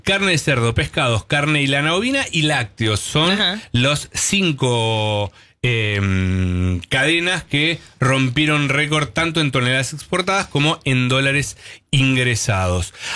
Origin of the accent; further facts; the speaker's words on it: Tucumán, Argentina; Sí. Siempre somos tucumanos.